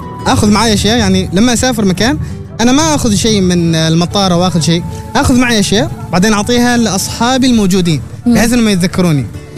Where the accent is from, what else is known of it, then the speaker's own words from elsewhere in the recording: Dhofar, Oman; أنا من خلفية ريفية وجبالية، نحن عندنا اللغة الجبالية أو شحرية، شحرات.